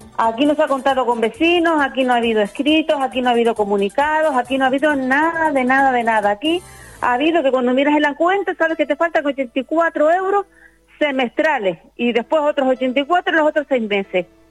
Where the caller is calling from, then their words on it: Firgas, Canary Islands, Spain; de aquí de Firga.